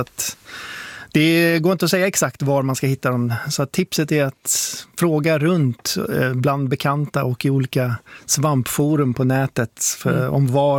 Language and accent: Swedish; Sweden; Jag är svensk, det är hemligt.